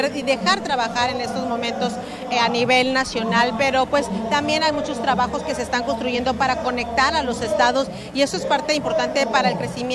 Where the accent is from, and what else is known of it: Mexico